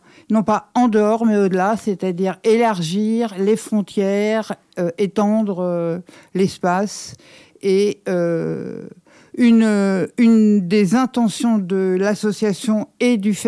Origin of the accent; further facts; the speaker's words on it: Paris, Île-de-France, France; je suis parisienne, j'adore la culture.